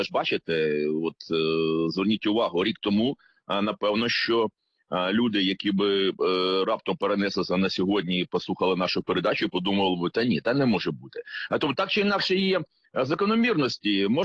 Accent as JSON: {"language": "Ukrainian", "region": "Mykolaiv Oblast", "country": "Ukraine", "tie": "born or raised there", "said": "моєї рідної Миколаївщини"}